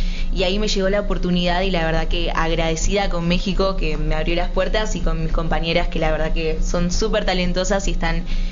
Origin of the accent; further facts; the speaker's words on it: Argentina; abrieron el casting también a Uruguay y a Argentina, que es de donde soy yo.